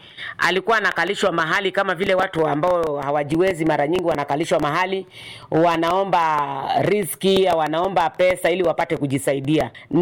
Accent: Katoloni, Machakos County, Kenya; Nasema nimeokoka, natoka Machakos County, mahali kunaitwa Katoloni.

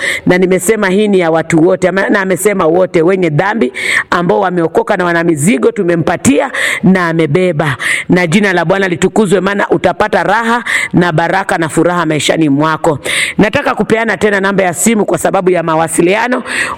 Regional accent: Katoloni, Machakos County, Kenya; na nimeokoka na mpenda Yesu, natoka Machakos County, mahali kunaitwa Katoloni na stage inaitwa 240.

